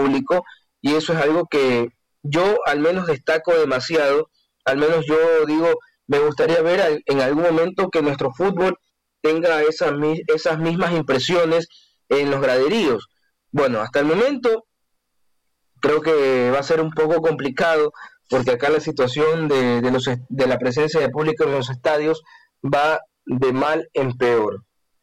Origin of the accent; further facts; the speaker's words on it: Ecuador; esperemos como ecuatorianos de que el resultado sea positivo para un equipo acá de nuestro país.